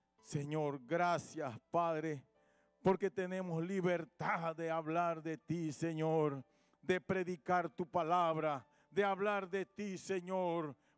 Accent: Panama; Panamá es de Cristo, Padre, la sangre de Jesucristo está en nuestro país

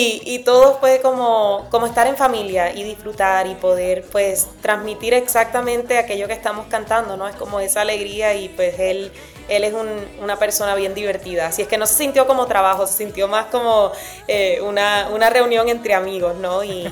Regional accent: Puerto Rico; now in Los Angeles, United States; yo soy de acá de Los Ángeles, pero mi familia es cubana, yo crecí en Puerto Rico

